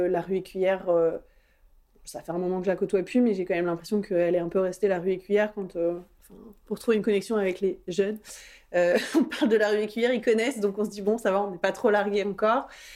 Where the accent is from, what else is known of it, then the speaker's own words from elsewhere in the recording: Caen, Normandy, France; also born or lived in Fleury-sur-Orne / Bretteville-sur-Odon; Concrètement, je suis née à Caen et j'ai toujours vécu dans la périphérie de Caen. Donc en fait, ça va faire 32 ans que je suis très très sédentaire et que, que je vis à Caen ou aux alentours de Caen.